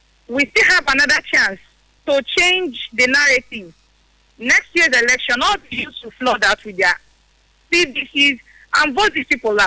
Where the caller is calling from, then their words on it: Port Harcourt, Rivers, Nigeria; I'm calling from Port Harcourt.